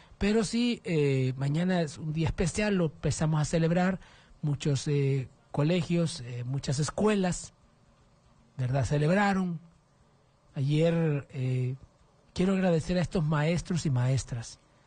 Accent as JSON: {"language": "Spanish", "country": "Honduras"}